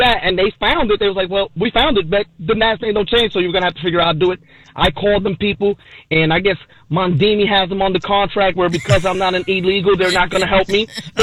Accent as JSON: {"language": "English", "region": "New York", "country": "United States", "tie": "born there", "moved": "yes", "said": "I'm originally from New York."}